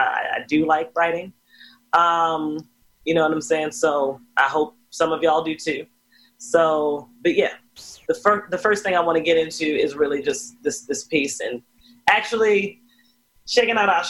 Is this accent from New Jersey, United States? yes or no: no; Baltimore, Maryland, United States; also born or lived in Oakland; I'm from Baltimore, Maryland.